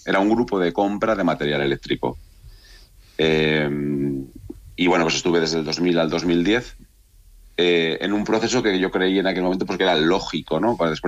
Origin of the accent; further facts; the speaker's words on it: Montemayor de Pililla, Castile and León, Spain; also born or lived in Madrid; Sí, yo soy de Montemayor, sí.